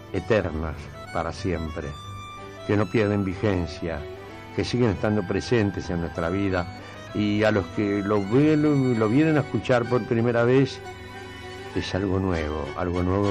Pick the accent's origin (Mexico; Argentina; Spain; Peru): Argentina; en mi país, la República Argentina